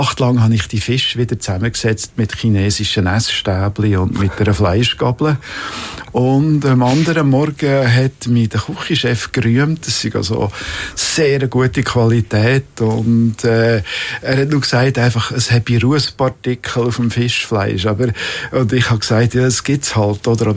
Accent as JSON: {"language": "German", "region": "Bern", "country": "Switzerland", "said": "bin auch zum Käser im Emmental, wo ich herkomme, Weltmeister 3-fache, in Fritzenhaus."}